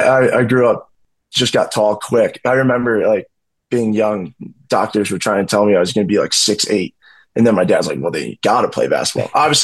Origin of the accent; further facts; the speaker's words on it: Chicago, Illinois, United States; I'm from Chicago. I'm a diehard Bears fan.